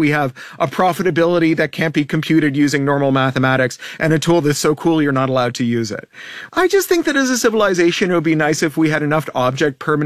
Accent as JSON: {"language": "English", "country": "Canada", "said": "especially poignant for me as a Canadian"}